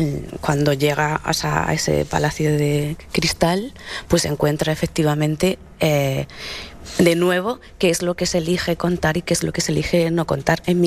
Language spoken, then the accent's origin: Spanish; Spain; also born or lived in Philippines; Yo sí me considero española y me considero filipina. Entonces, para mí, yo soy capaz de posicionarme en las dos posturas.